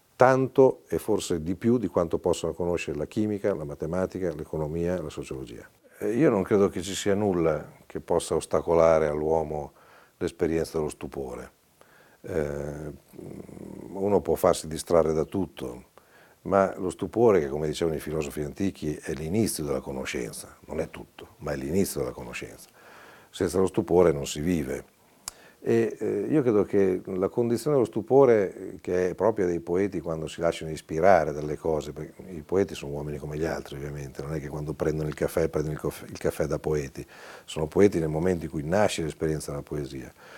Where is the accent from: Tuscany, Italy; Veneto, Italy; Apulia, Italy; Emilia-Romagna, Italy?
Emilia-Romagna, Italy; Forlì; a Forlì, la mia città natale, che è la più bella città del mondo